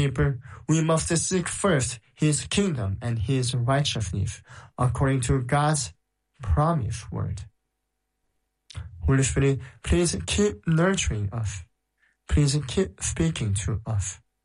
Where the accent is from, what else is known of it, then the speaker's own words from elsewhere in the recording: South Korea; And I am the missionary from South Korea, our headquarters in the South Korea.